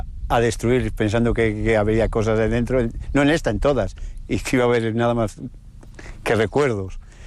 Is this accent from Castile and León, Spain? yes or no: yes; Otero de Sariegos, Castile and León, Spain; born there; moved away; esta era la que era nuestra casa familiar, de mis abuelos, y aquí fue donde nacimos toda la familia.